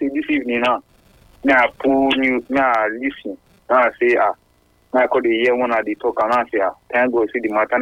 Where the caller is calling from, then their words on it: Agboro, Nigeria; from Agboro.